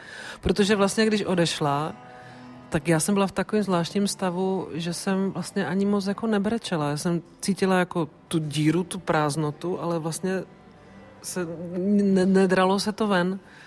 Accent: Třinec, Moravian-Silesian Region, Czechia; kdybychom vyrůstali někde jinde a měli tu maminku z Polska, tak by to asi bylo takový, jako že by člověk někoho vnímal ten rozdíl, ale na tom Pomezí, tam je to ještě takový specifický, že jsem z Třinc

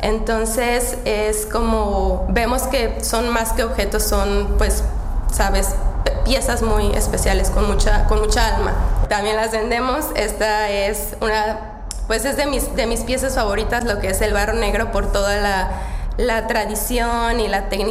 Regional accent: Mexico; también en especial cuando saben que soy mexicana.

